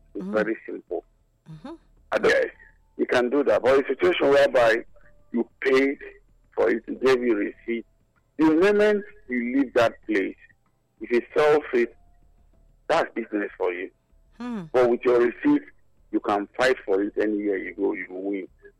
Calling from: Benin City, Edo, Nigeria; I'm calling from Benin.

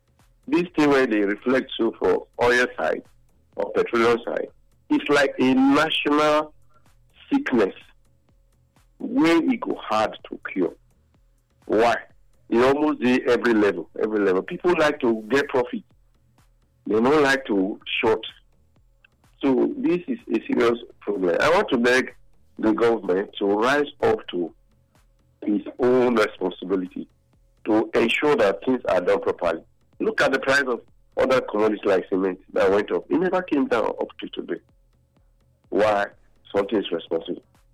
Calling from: Nigeria; I'm calling from Obisha Quarter.

